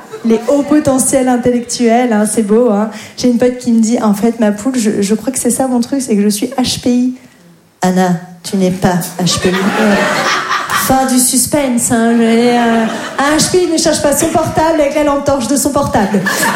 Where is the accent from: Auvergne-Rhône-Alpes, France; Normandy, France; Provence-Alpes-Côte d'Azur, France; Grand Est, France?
Grand Est, France; Voilà, je n'ai jamais reçu de pression et j'ai grandi en Lorraine. C'est quand même pas un territoire réputé pour les droits de l'homme.